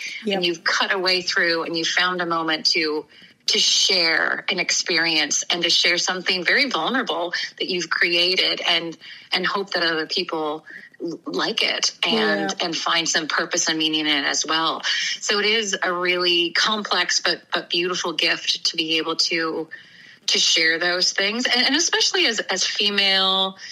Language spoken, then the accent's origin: English; Newfoundland and Labrador, Canada; also born or lived in Nova Scotia; Well, I grew up pretty close to you on the other side of the strait. I came from Newfoundland, and I've been in Nova Scotia now for a little over 20 years.